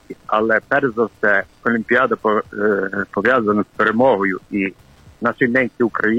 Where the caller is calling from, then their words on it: Kalush, Ivano-Frankivsk Oblast, Ukraine